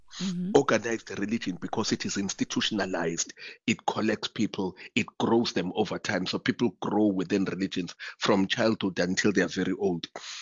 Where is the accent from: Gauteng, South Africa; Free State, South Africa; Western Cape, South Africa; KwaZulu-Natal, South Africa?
KwaZulu-Natal, South Africa; Umlaas; I mean, for example, I'm from Umlaas